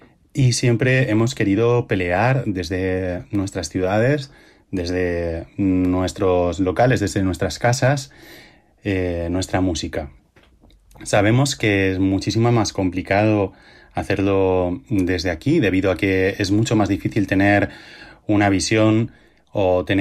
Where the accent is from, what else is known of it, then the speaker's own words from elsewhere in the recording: Castile and León, Spain; de Castilla y León, de nuestra tierra. Como sabéis, nosotros somos de Salamanca y de Valladolid y durante nuestra gira siempre defendemos que somos unos provincianos.